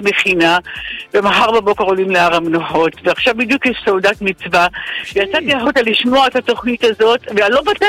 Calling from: Jerusalem, Jerusalem District, Israel; תודה רבה, אני מירושלים.

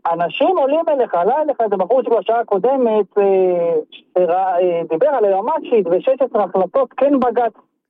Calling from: Tel Aviv-Yafo, Tel Aviv District, Israel; אני מיפו.

